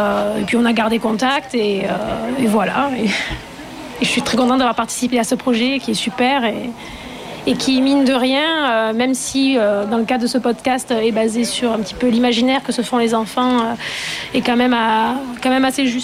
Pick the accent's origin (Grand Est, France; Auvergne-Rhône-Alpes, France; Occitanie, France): Occitanie, France; Donc, moi, je suis du Gard